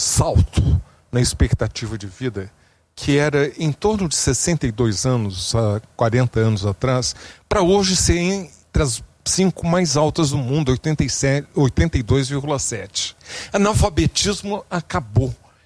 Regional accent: Rio de Janeiro, Brazil; born there; Fizemos um projeto piloto no bairro onde eu nasci, que é o mais envelhecido da América Latina, Copacabana.

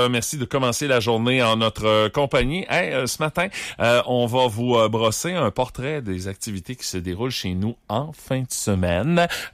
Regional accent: Quebec, Canada; la campagne électorale a encore pris le dessus du pavé dans l'actualité chez nous au Québec.

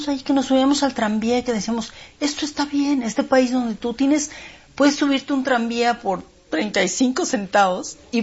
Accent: Mexico City, Mexico; Yo sentía cuando era niña en la Ciudad de México y en la colonia Mixcoac y en La Juárez, en todos los sitios donde nos movíamos a pie, que todos éramos iguales.

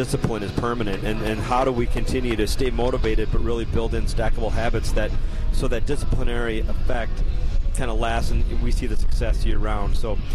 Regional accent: Greeley, Colorado, United States; born there; I was born in Greeley, as many don't know.

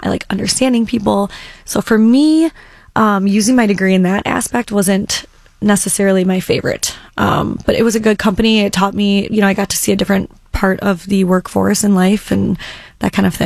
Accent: Shelby, Michigan, United States; I grew up in Shelby.

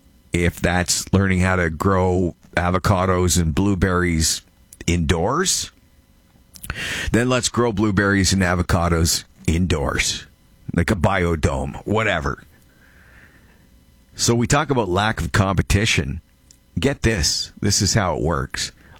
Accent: Canada

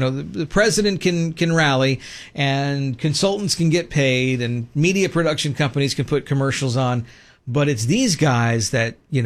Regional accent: Florida, United States; I'm from Florida.

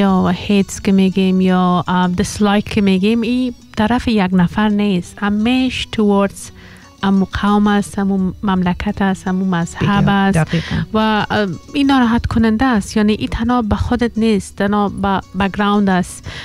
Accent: Afghanistan; ما کل ما افغان هستیم، ما کل ما سیم هریتیج داریم، یک مملکت داریم و یک دین اسلام داریم

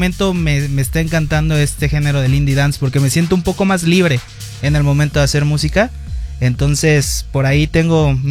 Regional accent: Veracruz, Mexico; yo soy de Veracruz

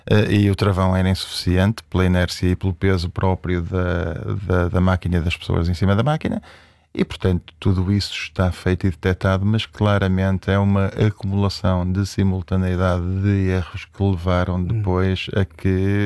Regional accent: Braga, Norte, Portugal; eu sou de Braga

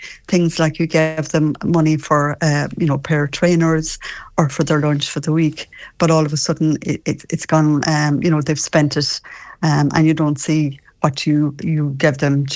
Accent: Connacht, Ireland; I'm from just outside Turin, a little village called Shamwala. So it's such a pleasure to be on this morning.

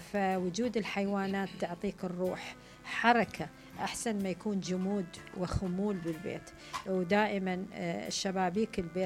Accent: Iraq; احنا عندنا في العراق

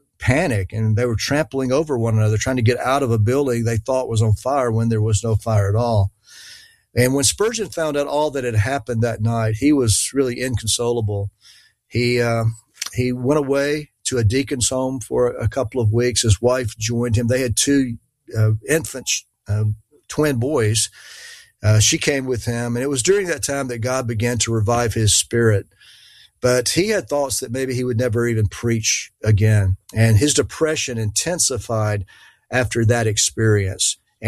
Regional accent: Dawsonville, Georgia, United States; accent: country; a fellow Dawsonvillian, or used to be at least.

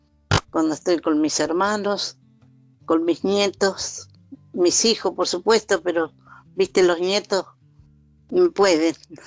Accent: Pergamino, Buenos Aires Province, Argentina; Hola Oscar, buenas noches … de Pergamino.

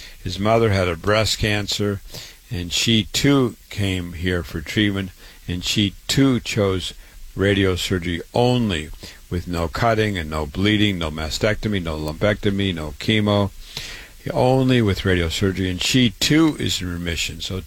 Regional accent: Waterloo, Iowa, United States; born and raised in Waterloo, Iowa, went to public school, university, medical school, real doctor, MD at 25

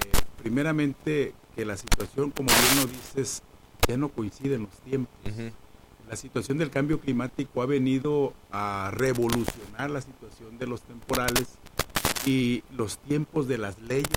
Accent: Mexcaltitán, Nayarit, Mexico; estoy hablando de la zona de Mezcalvitán, de mi pueblo de origen

